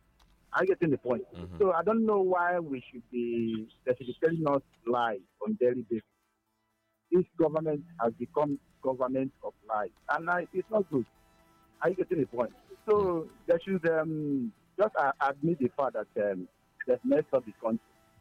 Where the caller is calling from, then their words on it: Enugu, Enugu State, Nigeria; I'm calling from Abuja Road, Enugu.